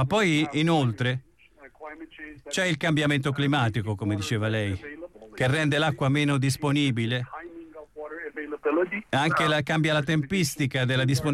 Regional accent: Iran; Italian is a second language; arlavo del mio paese, l'Iran, dove il problema dell'acqua risaliva a 50 anni fa.

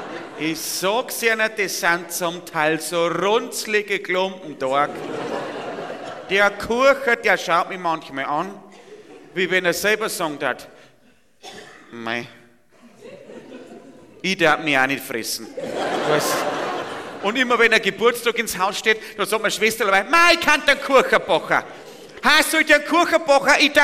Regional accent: Bavaria, Germany; ich komme vom Bauernhof, aus der Nähe von Passau, aus dem Bayerischen Wald. Und da wohne ich in einem Mehrgenerationenhaus.

